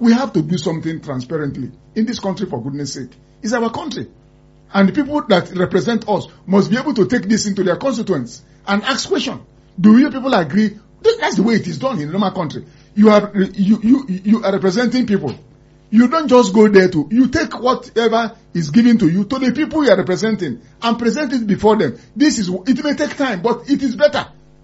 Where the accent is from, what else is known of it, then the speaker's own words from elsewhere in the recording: Nigeria; I'm a Nigerian. I've lived here for too long